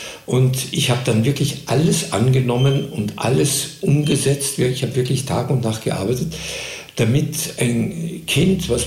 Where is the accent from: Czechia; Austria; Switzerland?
Austria; Ich musste als Österreicher in jedem deutschen Engagement Arbeitsbewilligung, Aufenthaltsgenehmigung, alles extra ansuchen